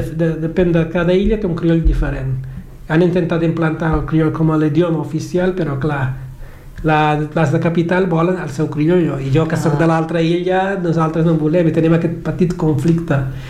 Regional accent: Cape Verde; first language Cape Verdean Creole; Catalan is a second language; now in Barcelona, Spain

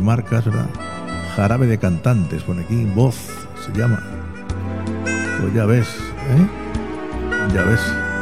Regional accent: Region of Murcia, Spain; Claro, y además es de mi tierra, es murciana, claro que sí.

